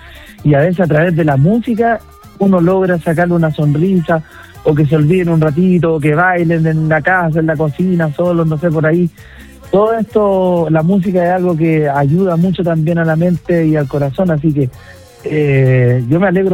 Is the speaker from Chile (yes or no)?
yes; Limache, Valparaíso, Chile; Bueno, Limache es mi tierra, que me vio crecer también. Ahí partí por primera vez cantando en bares, en lugares donde se aglomeraba público para poder ir a buscar una monedita y ayudar a la familia en ese entonces.